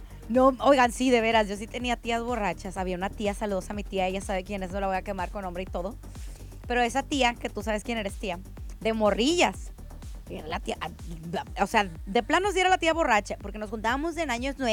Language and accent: Spanish; Mexico; Eso somos los mexicanos. Pero también somos bien buena onda. O sea, somos bien fiesteros, bien amigueros.